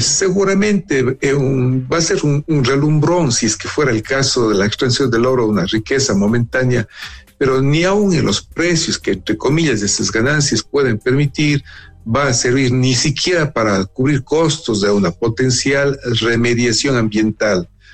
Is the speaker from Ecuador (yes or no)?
yes; Cuenca, Azuay, Ecuador; Los cuencanos definitivamente desapareceríamos de la faz de la tierra si no tenemos el acceso al agua como lo hemos tenido.